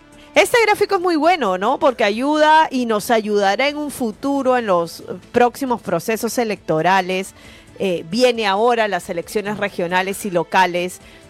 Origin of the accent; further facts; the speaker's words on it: Peru; es una buena noticia para nosotros como peruanos y peruanas